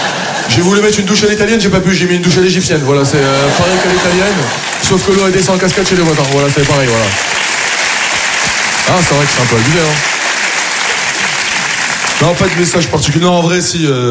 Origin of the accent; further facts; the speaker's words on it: France; je suis fier de mes origines et je suis fier d'être français, moi aussi. Je suis un bon français, je suis fier d'être français